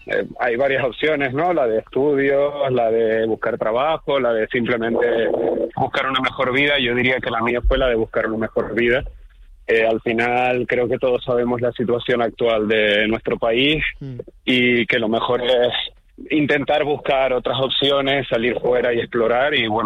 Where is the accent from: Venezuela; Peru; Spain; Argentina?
Spain; Tenerife, Canary Islands; moved away as an adult; yo soy una persona muy muy de mi tierra, muy de Tenerife, y pues no lo daba, porque yo era muy feliz en mi islita